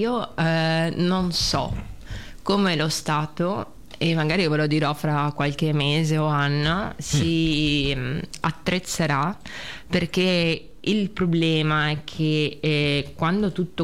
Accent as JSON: {"language": "Italian", "country": "Russia", "tie": "born there", "second_language": "Italian", "moved": "yes", "said": "io mi ricordo quando sono nata, allora innanzitutto in Russia non c'erano ancora i pannolini."}